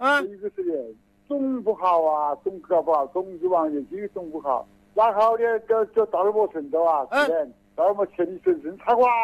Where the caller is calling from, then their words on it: Wuhan, Hubei, China; 我是江夏区的，我是江夏区志望生